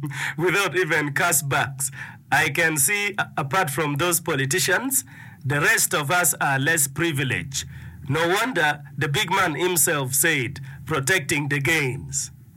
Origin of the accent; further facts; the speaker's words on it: Laibi, Northern Region, Uganda; from Laibi.